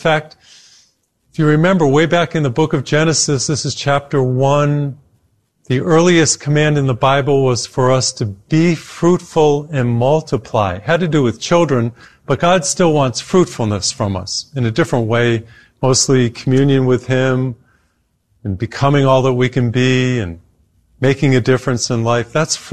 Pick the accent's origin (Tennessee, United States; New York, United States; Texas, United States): Texas, United States; And my home state of Texas, multi-billion dollar industry, wineries and grapes and wine and vineyards and production.